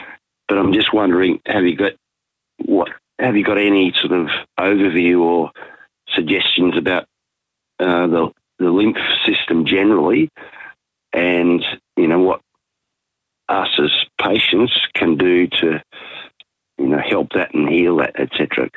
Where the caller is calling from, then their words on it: Canberra, Australian Capital Territory, Australia; I'm from Canberra.